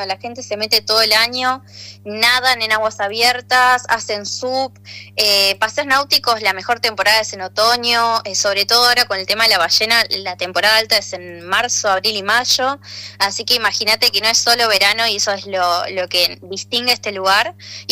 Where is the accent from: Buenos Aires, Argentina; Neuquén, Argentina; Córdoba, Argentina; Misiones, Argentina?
Buenos Aires, Argentina; moved away as an adult; now in Comodoro Rivadavia, Argentina; Yo vengo de Buenos Aires, viví, o sea, toda mi vida allá y hace 8 años me mudé acá.